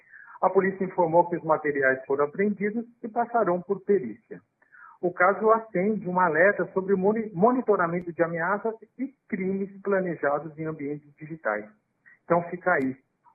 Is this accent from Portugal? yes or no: no; São Paulo, Brazil; now in Vitória, Brazil; Aí eu sou paulistano de Itaquera, da Atena, mas agora moro aqui no Espírito Santo